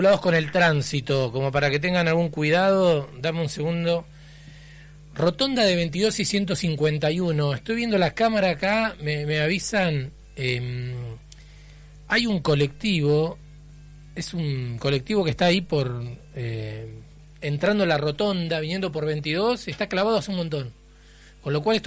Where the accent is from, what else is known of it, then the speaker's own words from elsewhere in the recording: Río Negro, Argentina; moved away; Y somos, estamos escapados de Valle Medio los dos.